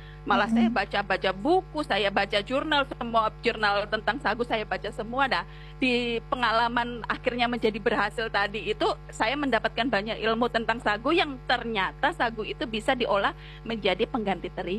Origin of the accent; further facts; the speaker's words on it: Yogyakarta, Special Region of Yogyakarta, Indonesia; moved away as an adult; now in Jayapura, Indonesia; karena saya lahir besar di Jogja, lalu lulus kuliah, langsung merantau ke Papua, jadi saya sudah 15 tahun ini di Jayapura.